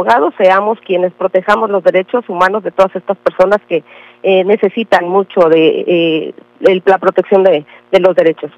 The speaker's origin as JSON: {"language": "Spanish", "region": "Chiapas", "country": "Mexico", "said": "nosotros como chiapanecos"}